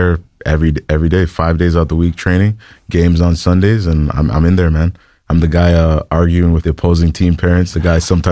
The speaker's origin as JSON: {"language": "English", "country": "Canada", "tie": "born or raised there", "also_born_or_lived": "Jamaica", "said": "I'm just proud to be Canadian. I was born in Jamaica. I came here and, you know, just growing up in Canada"}